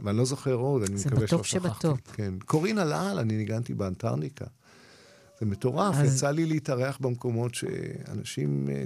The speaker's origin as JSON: {"language": "Hebrew", "town": "Rehovot", "region": "Central District", "country": "Israel", "said": "אני מרחובות"}